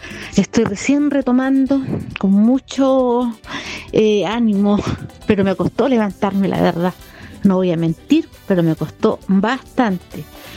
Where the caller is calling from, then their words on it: Coronel, Biobío, Chile; matinal de Radio Impacto acá en Coronel, en la comuna de Coronel, Chile.